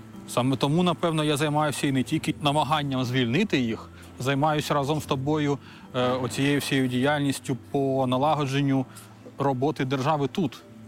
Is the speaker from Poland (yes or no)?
no; Donetsk Oblast, Ukraine; Ну, дивіться, я сам з Донецької області.